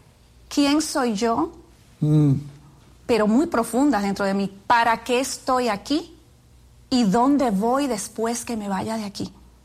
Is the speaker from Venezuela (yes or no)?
no; Dominican Republic; moved away as an adult; now in New York, United States; Soy dominicana. Nací en República Dominicana, sí. Y ahí me crié, fui a la universidad en República Dominicana y vine luego a New York a estudiar.